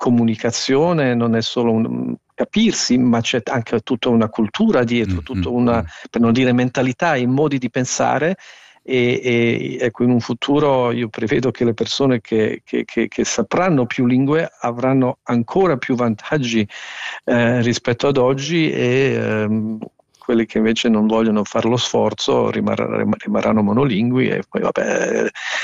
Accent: Switzerland; nella nostro paese plurilingue

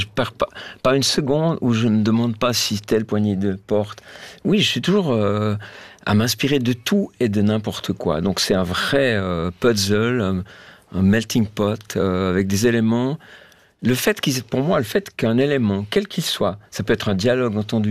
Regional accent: Switzerland; Je suis suisse, hein, mes débordements

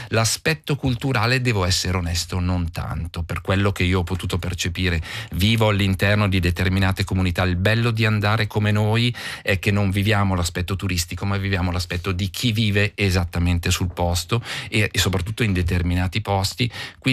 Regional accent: Switzerland

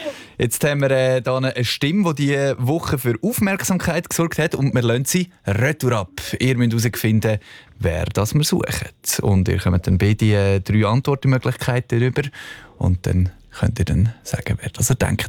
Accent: Lucerne, Switzerland; Also als Luzerner

